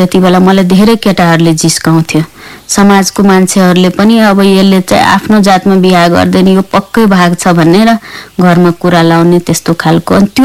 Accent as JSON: {"language": "Nepali", "area": "Saptari District", "region": "Madhesh Province", "country": "Nepal", "tie": "born or raised there", "also_born_or_lived": "Rajbiraj", "first_language": "Maithili", "second_language": "Nepali", "said": "म सप्तरी जिल्लाको एउटा ग्रामीण भेगमा जन्मेको, मेरो गाउँ कनकट्टा थियो। त्यहाँबाट 3 किलोमिटर दक्षिणमा भारतको सिमाना थियो।"}